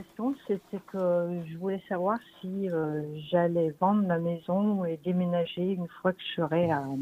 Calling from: Auvergne-Rhône-Alpes, France; Du Puy-de-Dôme, vers Clermont-Ferrand.

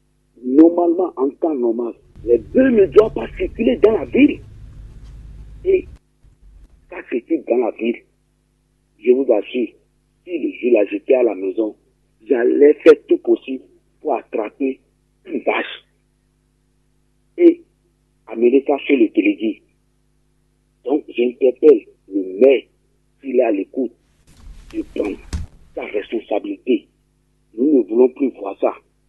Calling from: Kati, Koulikoro, Mali; Je suis à Bakou de Kati, Nima.

